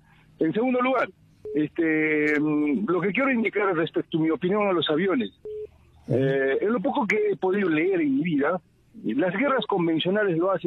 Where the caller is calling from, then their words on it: Cusco, Peru; de la ciudad imperial de Cusco.